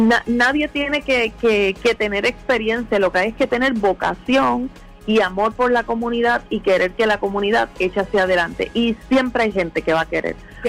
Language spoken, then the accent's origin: Spanish; Hatillo, Puerto Rico; vengo de un pueblo ganadero, ¿verdad? Yo me crié en Atillo, que es un pueblo ganadero